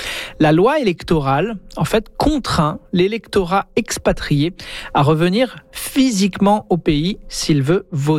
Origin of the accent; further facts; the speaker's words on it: Canada; chez nous au Canada